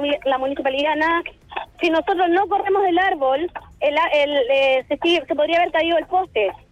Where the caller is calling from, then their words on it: Quilpué, Valparaíso, Chile; soy de acá de Belloto Sur, de la comuna de Quilpué.